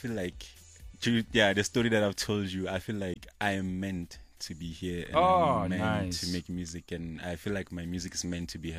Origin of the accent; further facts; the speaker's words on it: Tembisa, Gauteng, South Africa; I was born and raised in Tembisa. Yeah, I'm from Tembisa, basically.